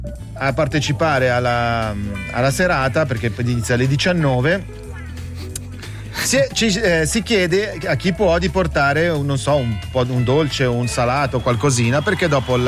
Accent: Claro, Ticino, Switzerland; Io vengo da Claro e a Claro c'è la festa dell'Accademia

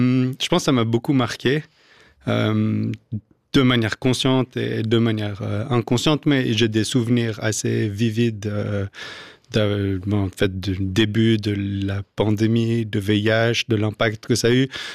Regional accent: England, United Kingdom; Je pense que j'ai grandi en Angleterre, donc c'est quand je rentre au UK, je suis à la maison. Donc c'est là où j'ai passé mon enfance.

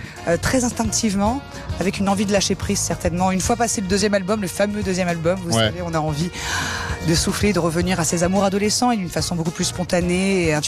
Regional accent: Grand Est, France; je viens des Ardennes, dans le nord-est de la France, près de la Belgique.

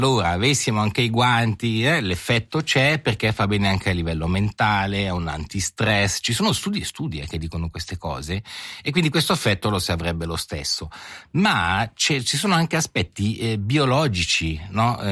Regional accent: Ponto Valentino, Ticino, Switzerland; Sono nato e cresciuto in Val di Blenio, a Ponto Valentino, oggi comune di Acquarossa

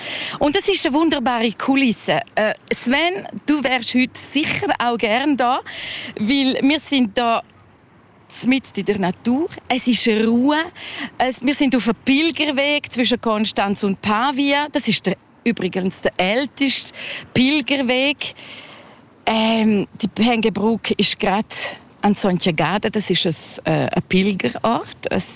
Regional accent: Trun, Graubünden, Switzerland; first language Sursilvan Romansh and Spanish; German is a second language; also born or lived in Spain; now in Ilanz, Switzerland; Ich bin in Trun aufgewachsen.

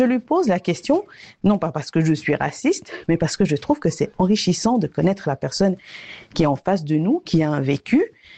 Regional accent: Switzerland; born there; Bonjour, c'est … de Lausanne. Je suis d'origine étrangère des Indes, mais je suis née en Suisse

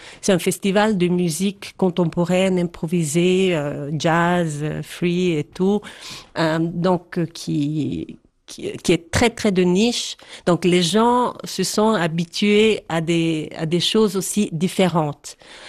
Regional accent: Poschiavo, Graubünden, Switzerland; also born or lived in Geneva; Quand j'étais à Genève et puis on me demandait et je disais je suis du Valpostiavo, je disais ah waouh chouette les montagnes etc. C'était différent quand je dis je retourne à Poschiavo.

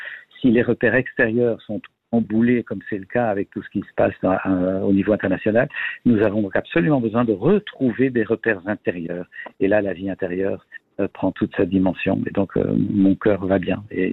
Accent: Belgium; J'ai passé l'âge de la retraite, j'ai 68 ans en Belgique, je suis belge

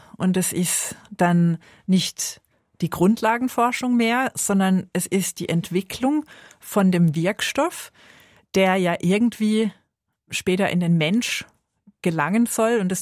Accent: Southern Germany, Germany; now in Switzerland; weil ich mir das als Süddeutsche oder jetzt auch hier in der Schweiz erlaube.

